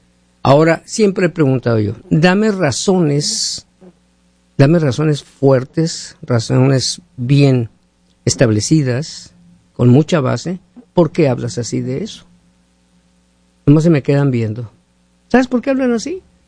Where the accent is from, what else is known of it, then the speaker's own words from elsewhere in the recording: Mexico; now in United States; esa actitud que tenemos como mexicano